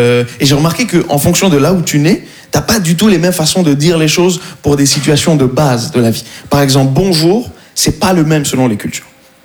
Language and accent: French; Morocco; Je suis marocain et ouais, voilà, ça se voit pas du tout.